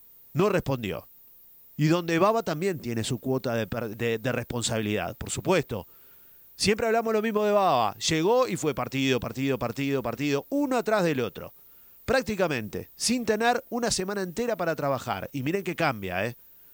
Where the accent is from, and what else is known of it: Uruguay